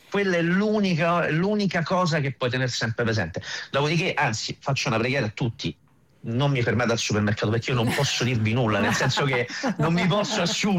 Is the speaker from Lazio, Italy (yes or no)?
yes; Ostia, Lazio, Italy; Ancora oggi i colleghi, quando scoprono che io vengo da Ostia, mi danno una pacca sulla spalla